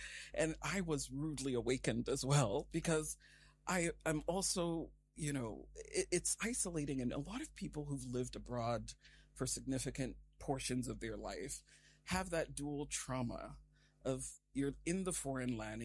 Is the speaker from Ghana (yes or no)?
yes; Volta, Ghana; first language Ewe; English is a second language; So my family is from the Volta region of Ghana.